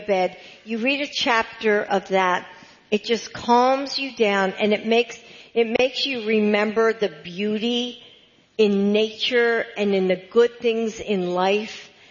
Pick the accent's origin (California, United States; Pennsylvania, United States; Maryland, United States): Pennsylvania, United States; But, you know, I grew up outside of Philly. I am a Philly girl.